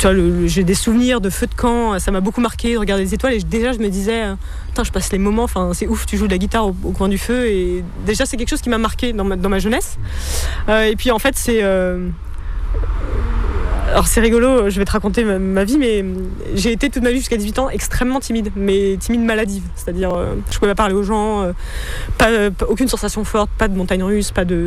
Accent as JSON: {"language": "French", "region": "Île-de-France", "country": "France", "tie": "born or raised there", "said": "j'ai 32 ans, je suis parisienne, j'ai grandi en banlieue parisienne"}